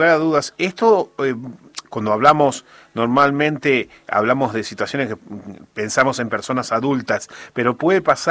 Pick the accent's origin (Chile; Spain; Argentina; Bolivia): Argentina; porque somos los argentinos en general, somos de juntarnos para lo que sea y comer